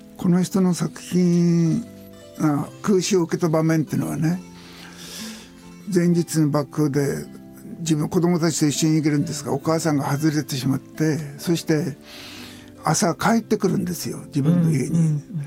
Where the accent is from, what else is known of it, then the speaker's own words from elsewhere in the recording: Yamagata, Japan; 僕は小さい時に山形県で育ったんですが、シベリアからね僕の町に3人帰ってきたんですよね。